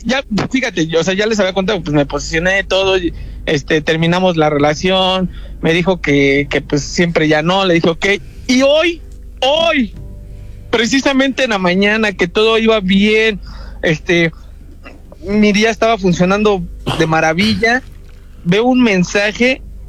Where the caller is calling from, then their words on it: Mexico City, Mexico; aquí, ya sabes, el Ejército de Oriente, donde se vive y se siente